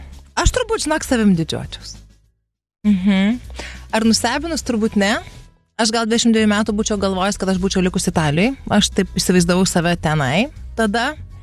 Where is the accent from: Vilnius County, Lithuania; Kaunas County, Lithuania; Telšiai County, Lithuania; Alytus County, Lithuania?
Vilnius County, Lithuania; Vilnius; Aš esu Vilnietė, aš gyvenu centre, aš augus centre, mokyklą centre, jis galų galia į universitetą centriniuose rūmuose vaėjau, nes lietuvių filologijos bakalauro baigiau. Tai man tas, nu, žinai, senamiesčio gatvelis yra toks, nu, kasdienybė jau 42 metus.